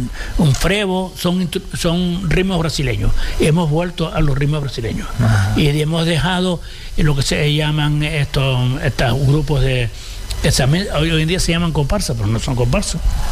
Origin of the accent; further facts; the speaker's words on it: Canary Islands, Spain; somos canarios por todos lados.